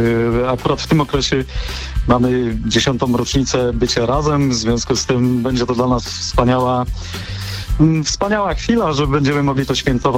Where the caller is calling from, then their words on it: Warsaw, Masovian Voivodeship, Poland; Z Warszawy dzwonię.